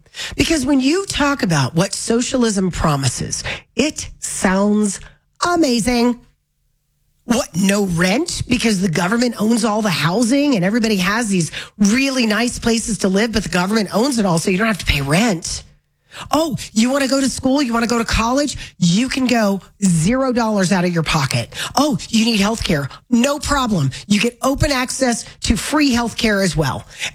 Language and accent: English; United States; And maybe it's just because I am a hardwired American.